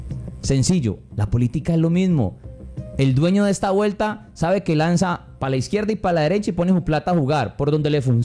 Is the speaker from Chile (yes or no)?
no; Colombia; como colombianos pensemos en que sea quien sea, lo más beneficioso es que nos sirva a todos